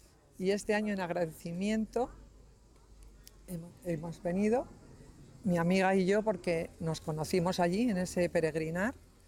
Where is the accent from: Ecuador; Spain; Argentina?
Spain; Madrid, Community of Madrid; Vengo de Madrid, España. Es mi segunda vez en Medjugorje.